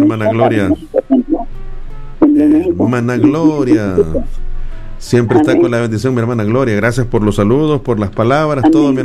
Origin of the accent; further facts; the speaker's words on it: San Miguel, El Salvador; somos de El Salvador, específicamente del distrito San Miguel Centro